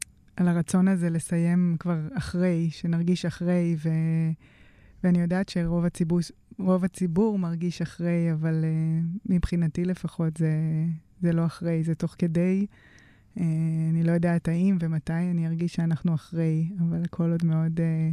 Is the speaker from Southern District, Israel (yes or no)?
yes; Nir Oz, Southern District, Israel; moved away as an adult; אני בת קיבוץ ניר עוז, ועזבתי את הקיבוץ בגיל 24-25, אחרי התואר הראשון.